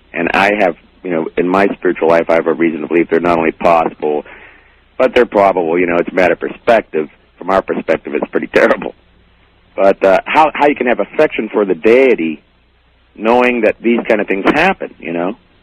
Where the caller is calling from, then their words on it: St. Petersburg, Florida, United States; I'm … from St. Pete, Florida.